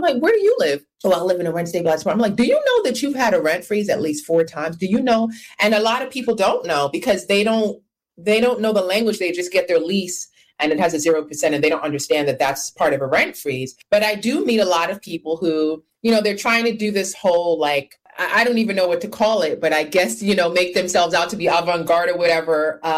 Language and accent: English; Brooklyn, New York, United States; I grew up in Brownsville, Brooklyn, and that is a low-income area in New York City